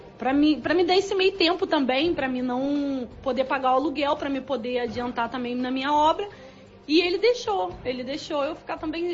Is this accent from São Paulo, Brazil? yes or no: no; Itaboraí, Rio de Janeiro, Brazil; sou de Itaboraí.